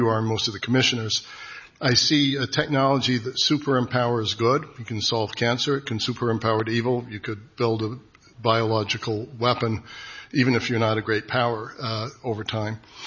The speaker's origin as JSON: {"language": "English", "region": "Utah", "country": "United States", "said": "I'm from Utah, not really usually the hotbed of international dissent, but yet in the northwest corner of my state"}